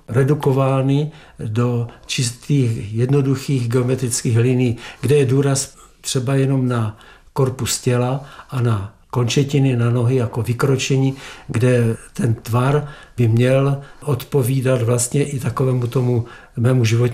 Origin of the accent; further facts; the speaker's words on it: Nový Jičín, Moravian-Silesian Region, Czechia; jako dítě jsem v Novém Jičíně chodil ulicemi